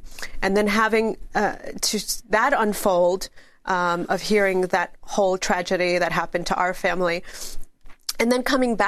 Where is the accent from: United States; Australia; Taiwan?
United States; New York City, New York; And, you know, as a New Yorker, the shock and the horror and all of that and the thoughts about what would happen to us, knowing that it probably was Osama bin Laden.